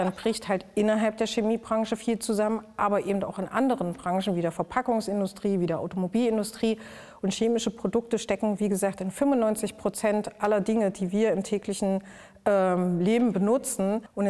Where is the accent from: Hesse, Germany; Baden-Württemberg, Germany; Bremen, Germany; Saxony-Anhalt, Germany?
Saxony-Anhalt, Germany; Merseburg; Ich komme ja ursprünglich aus Merseburg, habe also mit Buna und Schkopau mein ganzes Leben lang quasi irgendwie zu tun gehabt.